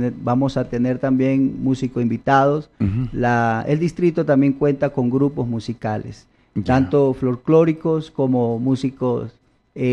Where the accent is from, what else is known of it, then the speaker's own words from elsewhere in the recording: Machala, El Oro, Ecuador; moved away as an adult; also born or lived in Milagro / Guayaquil / El Ángel; now in Cotacachi, Ecuador; nosotros somos de la ciudad de Machala.